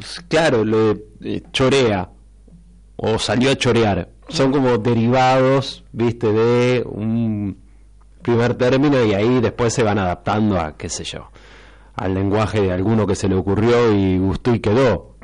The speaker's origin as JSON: {"language": "Spanish", "region": "Buenos Aires", "country": "Argentina", "said": "yo soy porteño."}